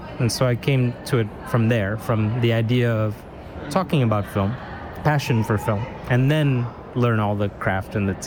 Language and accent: English; São Paulo, Brazil; moved away; also born or lived in United States / Europe; I was born in Sao Paulo. It's my city. I have four generations of family here. But I lived in the U.S. for a long time. I lived in Europe.